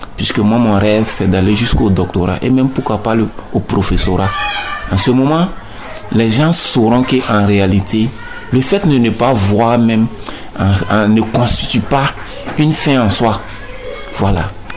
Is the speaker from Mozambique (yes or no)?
no; Burkina Faso